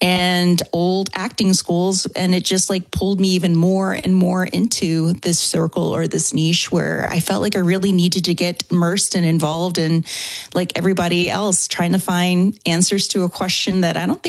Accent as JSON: {"language": "English", "town": "New Orleans", "region": "Louisiana", "country": "United States", "tie": "born or raised there", "said": "I am originally from a very haunted city. I'm from New Orleans, and I have been growing up around a lot of lore, a lot of haunted places, and a lot of stories."}